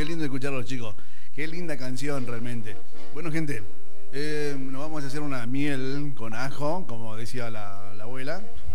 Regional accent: Argentina; sentí una alegría como argentino.

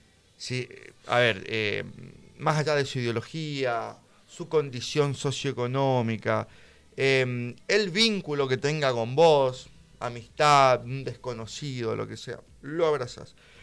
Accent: Reconquista, Santa Fe, Argentina; un privilegiado de vivir en una ciudad

